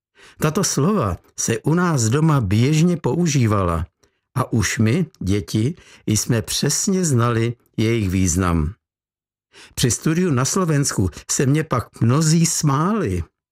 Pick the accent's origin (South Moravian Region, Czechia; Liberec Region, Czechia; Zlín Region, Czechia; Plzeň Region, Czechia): Plzeň Region, Czechia; Plzeň; jsem Plzeňák? Ano, jednoznačně jsem. A k tomuto městu se velmi rád pokaždé hlásím.